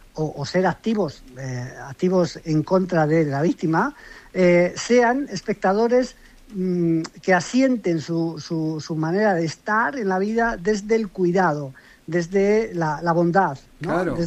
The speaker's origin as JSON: {"language": "Spanish", "town": "Madrid", "region": "Community of Madrid", "country": "Spain", "said": "yo soy de Madrid, vivo en Madrid, pero soy del Barcelona."}